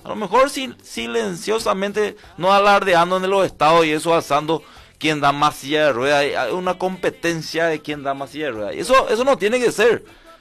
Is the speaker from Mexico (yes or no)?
no; Carapeguá, Paraguarí, Paraguay; yo soy muy fanático de mi ciudad. Mira, yo nací acá y soy malcriado de Carapeguá